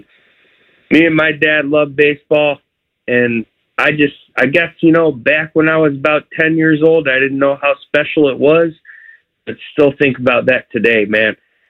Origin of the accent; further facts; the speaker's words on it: Detroit, Michigan, United States; also born or lived in Florida, United States; And I'm from Detroit, Michigan, and I can't be with my father today, but we love baseball and we love the Tigers.